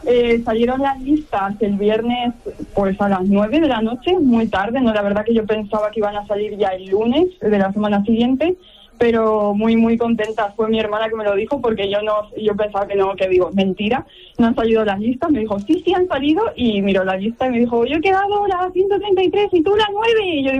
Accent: Albacete, Castilla-La Mancha, Spain; Pues somos de Albacete las dos.

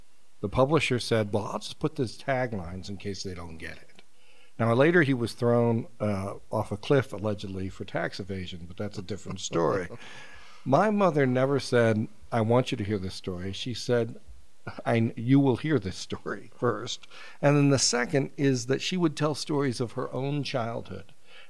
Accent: Uniontown, Ohio, United States; born there; also born or lived in West Virginia; I was born in a small town in Uniontown, Ohio. One stoplight, doesn't have one stoplight now.

